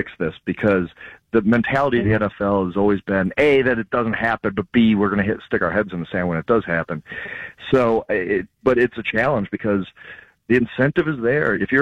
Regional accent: Wisconsin, United States; I grew up in a newspaper business, and if, you know, I grew up in Wisconsin

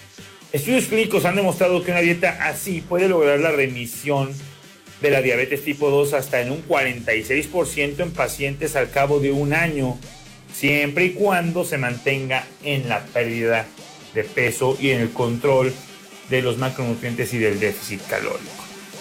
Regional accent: Mexico; Hablo nomás de México. Aquí soy yo. Aunque parezca suizo, aunque parezca europeo, no, soy mexicano.

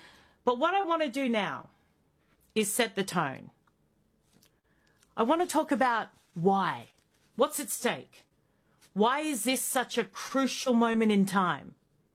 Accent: Australia; And yes, it's a we. Yes, I'm an Aussie. I need you at the top of your game, or my country's screwed.

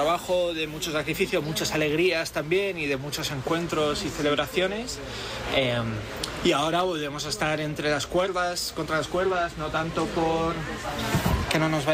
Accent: Madrid, Community of Madrid, Spain; te lo digo yo como madrileño, creo que Madrid se merece que tener la Ibería más antigua de Madrid abierta.

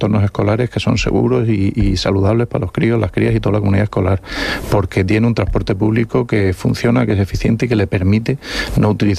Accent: Murcia, Region of Murcia, Spain; A mí lo que me hace estar orgulloso de murciano

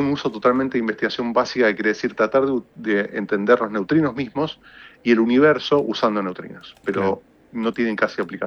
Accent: San Rafael, Mendoza, Argentina; born there; moved away; also born or lived in General Alvear, Mendoza / Real del Padre, Mendoza; Así que después nos mudamos a San Rafael y bueno, ahí fui a la universidad y la mayor parte de mi vida en Argentina, en Mendoza, la pasé en San Rafael, pero nací en Alvear.

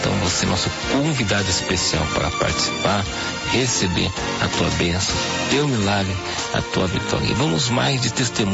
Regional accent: São José dos Pinhais, Paraná, Brazil; São José dos Pinhais é minha terra, né, irmão?

